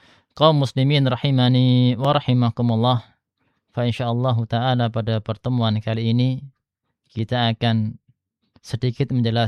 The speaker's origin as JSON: {"language": "Indonesian", "town": "Sragen", "region": "Central Java", "country": "Indonesia", "also_born_or_lived": "Jember", "lives_now": "Perawang, Indonesia", "said": "Kalau ana asalnya dari Sragen."}